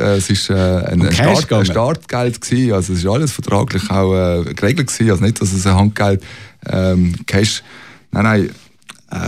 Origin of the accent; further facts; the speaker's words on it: Basel, Basel-Stadt, Switzerland; für mich als Basler